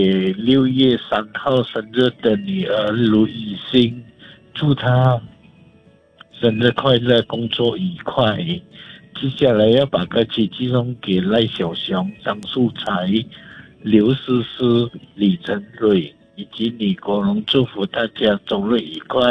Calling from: Johor Bahru, Johor, Malaysia

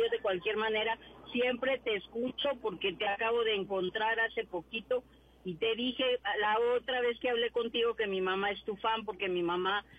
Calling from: Mexico City, Mexico; De la delegación Gustavo Amadero

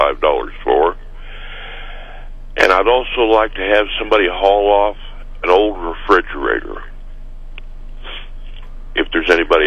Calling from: Boonville, Missouri, United States; I'm from Boonville.

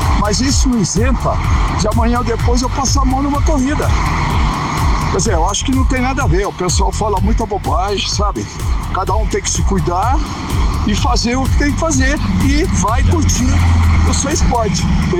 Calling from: Mogi das Cruzes, São Paulo, Brazil; eu falo de Mogi das Cruzes.

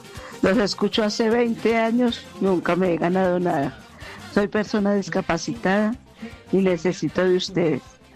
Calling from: Colombia; Soy de Nueva Barreto, del barrio Bachué, escuchando Olímpica Estéreo

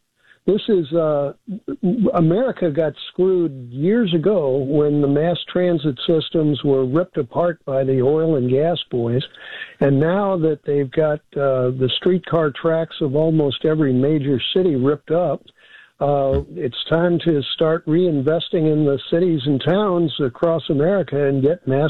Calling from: San Francisco, California, United States; I'm calling you from San Francisco. We've got old-fashioned cable cars.

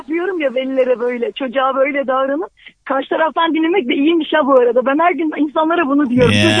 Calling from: Elazığ, Turkey; Elazığ'dan arıyorum.

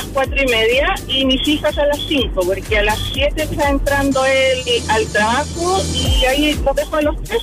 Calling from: Llaillay, Valparaíso, Chile; Nosotros somos de Yayay y viajamos todos los días.

